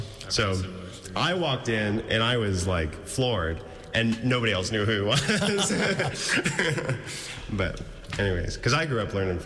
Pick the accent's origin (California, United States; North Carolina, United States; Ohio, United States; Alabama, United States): Ohio, United States; Wapakoneta; But I grew up in Wapakoneta, home of Neil Armstrong.